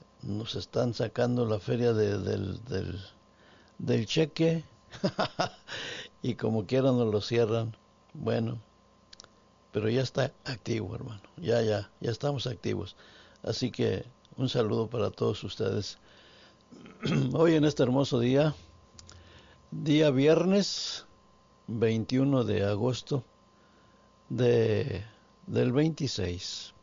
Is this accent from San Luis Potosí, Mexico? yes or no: yes; San Luis Potosí, Mexico; now in San Antonio, United States; saludos a mi tierra, San Luis Potosí.